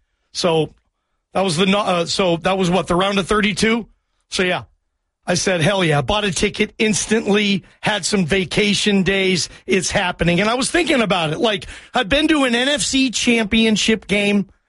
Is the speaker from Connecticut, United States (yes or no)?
no; Seattle, Washington, United States; I'm from Seattle.